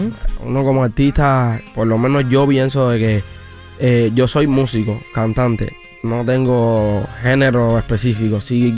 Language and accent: Spanish; Havana, Cuba; moved away; Bueno, yo soy natural de La Habana, la capital de Cuba.